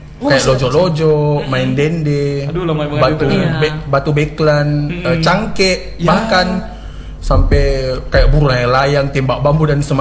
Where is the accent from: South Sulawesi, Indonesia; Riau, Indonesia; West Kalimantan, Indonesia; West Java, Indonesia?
South Sulawesi, Indonesia; Makassar; saya dulu lahir sampai SMP di Sudiang.